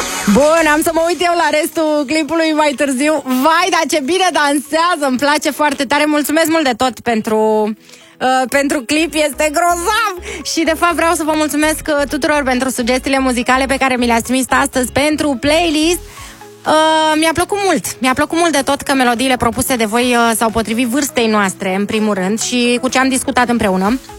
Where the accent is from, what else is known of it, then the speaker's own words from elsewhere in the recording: Bucharest, Romania; … din București, am 8 ani